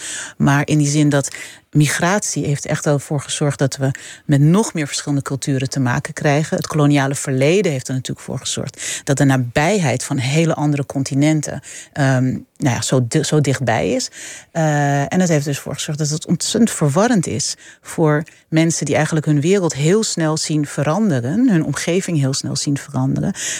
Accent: Netherlands

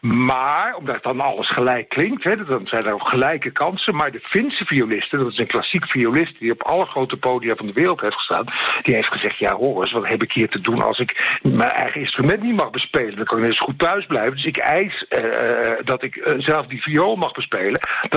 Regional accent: Netherlands; En wie nou mocht hopen dat ik als Nederlander of dat iemand uit Ierland of iemand uit Spanje positief of negatief wordt bejegend

